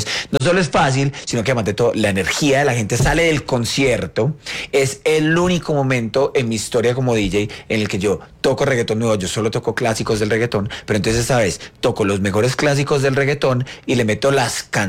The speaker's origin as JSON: {"language": "Spanish", "country": "Colombia", "moved": "yes", "said": "en Colombia, que es mi país de origen."}